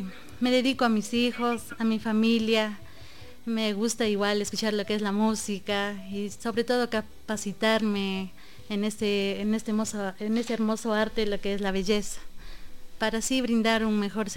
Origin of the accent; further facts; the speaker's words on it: Pujilí, Cotopaxi, Ecuador; born there; Sí, tengo raíces otavaleñas, mi madre es de allá y mi padre es de Pujilí.